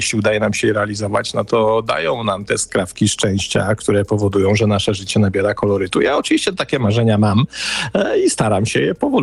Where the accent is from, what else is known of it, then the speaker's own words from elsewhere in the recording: Silesian Voivodeship, Poland; bo ja jestem ze Śląska